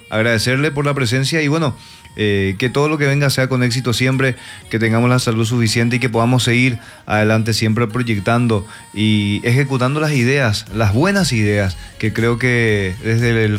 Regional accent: Paraguay; de nuestra estructura como paraguayos a nivel sociedad.

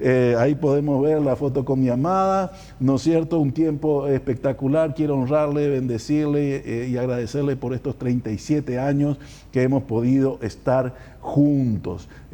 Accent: Paraguay

